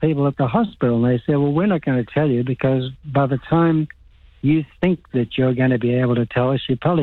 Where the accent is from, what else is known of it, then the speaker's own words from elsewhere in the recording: Queensland, Australia; When I grew up in Queensland